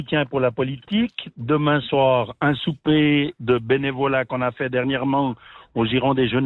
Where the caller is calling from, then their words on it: Gletterens, Fribourg, Switzerland; De Glétrance, au bord du lac de Neuchâtel